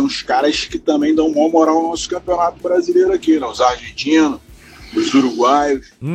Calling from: Maricá, Rio de Janeiro, Brazil; de Maricá.

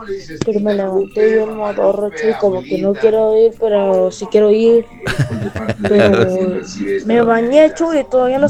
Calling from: Zacualco de Torres, Jalisco, Mexico; saludos desde Zacualco de Torres, Jalisco.

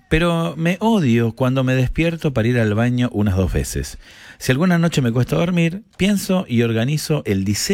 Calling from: Lanús, Buenos Aires Province, Argentina; Hola, encendido … de Lanús.

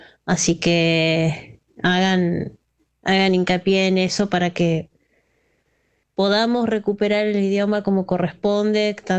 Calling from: Buenos Aires, Argentina; de Caballito

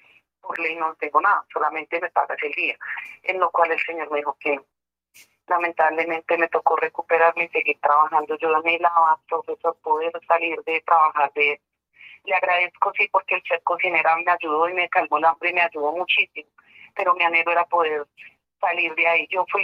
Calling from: Cajicá, Cundinamarca, Colombia; Estoy llamando de acá, de Cajicá, Cundinamarca.

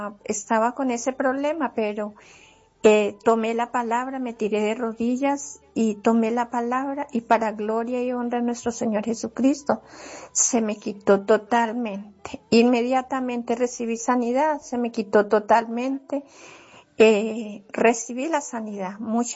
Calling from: Ibagué, Tolima, Colombia; Vivo en Ibagué.

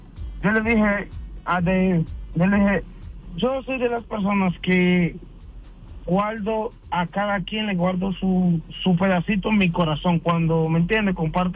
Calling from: Dominican Republic; yo soy dominicano

